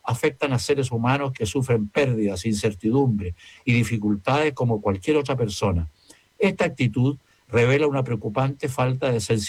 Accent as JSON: {"language": "Spanish", "country": "Chile", "said": "como un chileno común y corriente, no vuelva a ser candidata"}